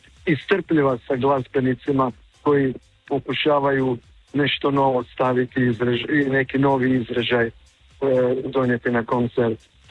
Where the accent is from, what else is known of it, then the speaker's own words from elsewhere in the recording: Croatia; now in Netherlands; A ja sam iz Hrvatske i živim već 37 godina u Nizozemskoj